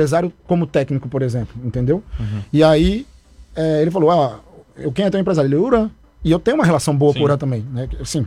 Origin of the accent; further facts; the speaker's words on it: Recife, Pernambuco, Brazil; eu sou de Recife